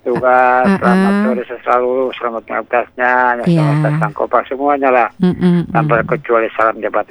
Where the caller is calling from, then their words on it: Central Sulawesi, Indonesia; di Sulawesi Tengah.